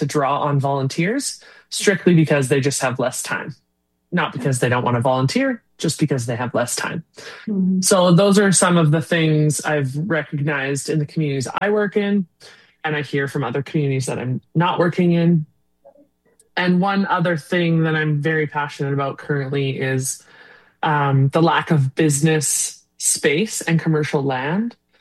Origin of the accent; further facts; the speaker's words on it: Hazlet, Saskatchewan, Canada; my base is in the village of Hazlett, which is my hometown and my pride and joy.